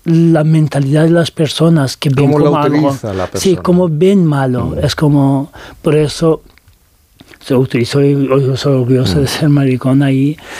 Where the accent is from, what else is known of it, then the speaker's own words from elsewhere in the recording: Turkey; now in Spain; da igual que seas también turco, porque digo, soy turco y podía pasar más fácil que otros muchos